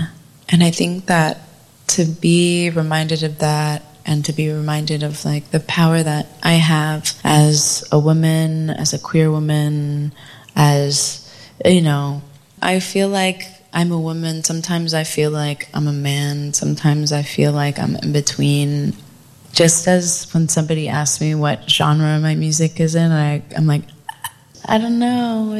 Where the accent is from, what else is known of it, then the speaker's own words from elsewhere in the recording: the South, United States; growing up in the South, my mom being white, my dad being Black, and growing up interracial